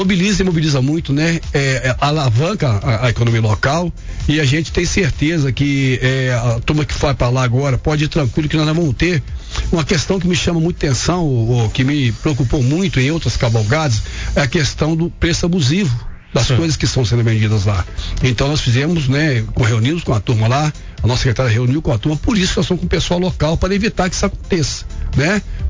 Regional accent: Jaguaraçu, Minas Gerais, Brazil; a pessoa passar lá na minha cidade, na nossa cidade

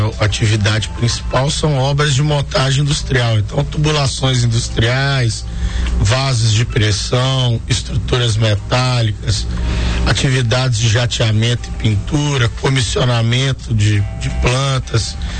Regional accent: Timóteo, Minas Gerais, Brazil; moved away as an adult; Eu sou daqui, natural aqui de Timóteo, no Vale do Aço, né? Aos 18 anos, eu fui morar fora

